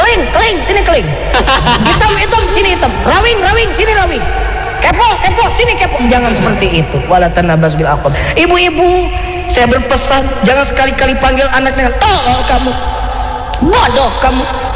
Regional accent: Garut, West Java, Indonesia; Tapi karena bapak saya orang Garut, ibu saya juga orang Garut.

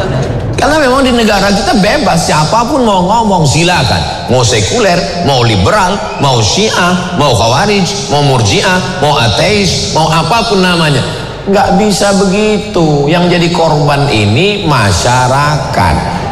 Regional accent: Riau, Indonesia; Saya kan orang Melayu, saya orang Sumatera dari Riau, kami bahasa Melayu.

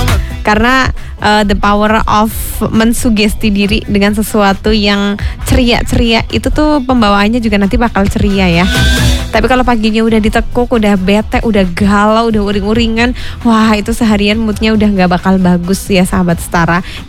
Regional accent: Java, Indonesia; kita sebagai orang Jawa tuh harus bangga banget.

